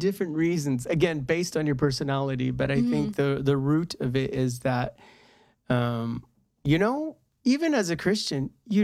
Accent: United States; But well, I'm American, so it's like

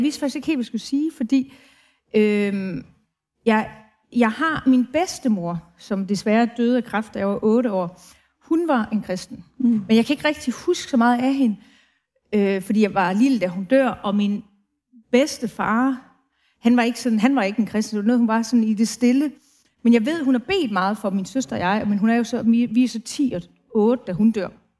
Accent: Brønderslev, North Denmark Region, Denmark; accent: heavy North Jutland; now in Copenhagen, Denmark; Jeg er oprindelig fra den nordligste del af Jylland, ude på landet.

